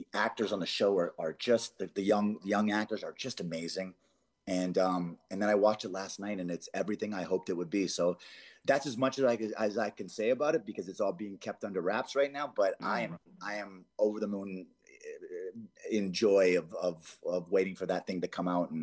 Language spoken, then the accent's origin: English; Canada; moved away; I'm Canadian. I love Canada, born and raised.